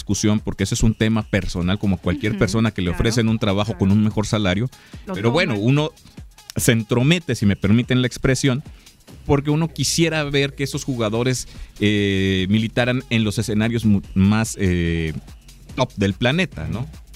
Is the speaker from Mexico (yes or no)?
yes; Mexico; A nosotros como mexicanos